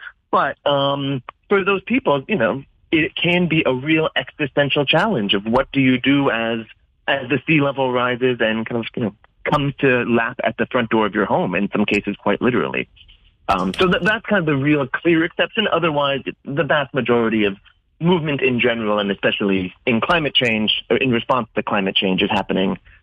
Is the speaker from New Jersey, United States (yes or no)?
no; Arizona, United States; I grew up in Arizona, personally, and wildfires were a common occurrence.